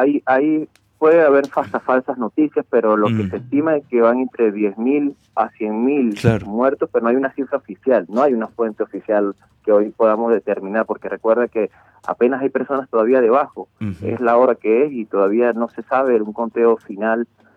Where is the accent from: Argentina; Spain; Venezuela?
Venezuela; moved away; cómo nos sentimos como venezolanos.